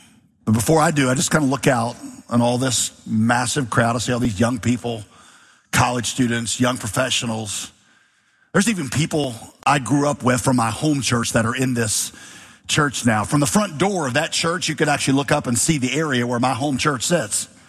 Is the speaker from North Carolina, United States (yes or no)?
yes; Winston-Salem, North Carolina, United States; moved away; I grew up in Winston-Salem. That was my home city. The time I was two, went to college, Winston-Salem. And so I got saved there when I was 16.